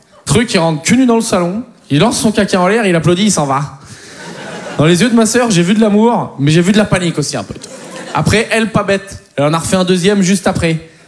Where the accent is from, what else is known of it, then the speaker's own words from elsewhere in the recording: Poitiers, Nouvelle-Aquitaine, France; Mais moi, je viens de Poitiers, j'ai un pote, c'est un Kiki.